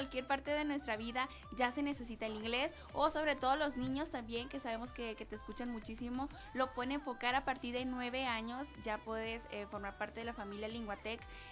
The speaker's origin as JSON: {"language": "Spanish", "town": "Culiacán", "region": "Sinaloa", "country": "Mexico", "said": "Y a nosotros nos pasó muchísimo cuando llegamos de Culiacán, pues como que de repente no le entendemos muy bien el acento, o viceversa, no sabían qué decíamos nosotros y sigue siendo español."}